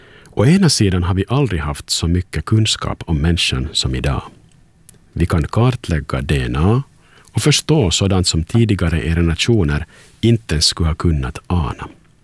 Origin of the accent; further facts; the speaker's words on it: Turku, Southwest Finland, Finland; från Åbo och du lyssnar på Yle Vegas aftonandakt.